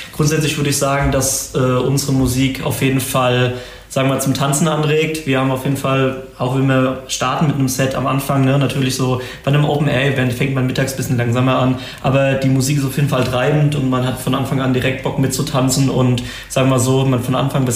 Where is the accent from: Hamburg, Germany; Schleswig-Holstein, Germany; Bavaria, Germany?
Bavaria, Germany; Alzenau; Ich komme aus Alzenau. Ich bin 23 Jahre alt.